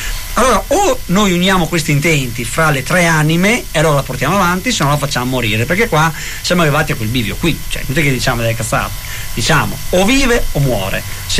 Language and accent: Italian; Bologna, Emilia-Romagna, Italy